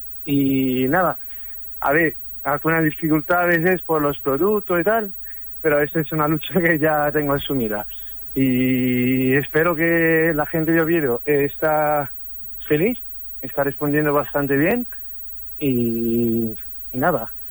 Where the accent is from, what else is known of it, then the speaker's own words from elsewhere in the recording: Naples, Campania, Italy; Spanish is a second language; yo te hablo de que soy del sur de Italia, de zona de Nápoles.